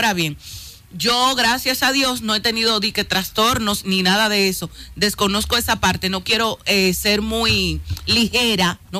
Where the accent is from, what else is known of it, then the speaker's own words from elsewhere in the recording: Dominican Republic; nosotros como dominicanos nos encanta mucho compararnos con los Estados Unidos